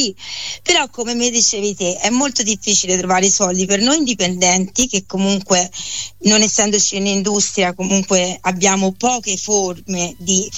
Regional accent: Prato, Tuscany, Italy; Poi mi sono toscana e mi sono poi finita, diciamo, ho iniziato a formarmi, diciamo, per la recitazione cinematografica, perché chiaramente sono partita da quella teatrale nella mia città a Prato, da quando avevo tipo 6 anni.

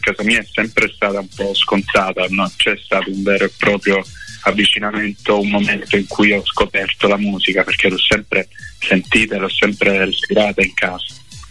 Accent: Lecce, Apulia, Italy; born there; moved away as an adult

